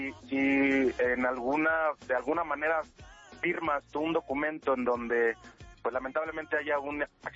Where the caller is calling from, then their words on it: Texcoco, State of Mexico, Mexico; Yo estoy aquí en Texcoco, Estado de México.